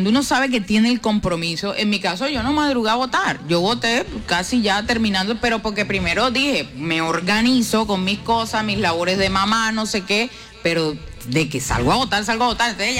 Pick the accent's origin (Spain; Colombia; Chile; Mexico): Colombia; es una responsabilidad como colombiano